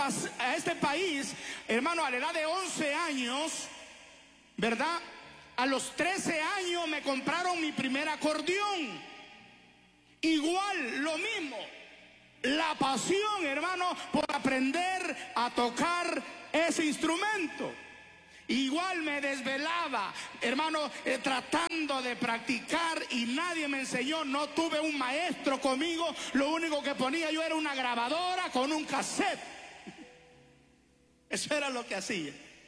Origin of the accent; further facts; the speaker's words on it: El Salvador; porque eso pasó allá en mi país, en El Salvador.